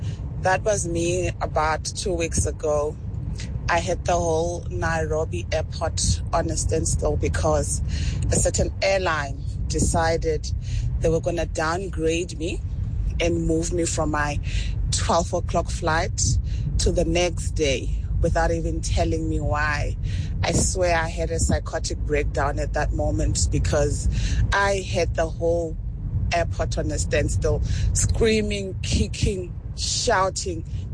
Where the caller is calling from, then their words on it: South Africa; as a South African woman